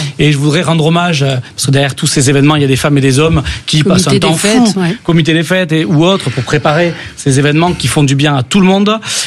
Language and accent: French; Occitanie, France; Vous dire que je viens du Lot et quand je viens ici à Sud Radio avec vous, j'ai pas l'impression d'être à Paris.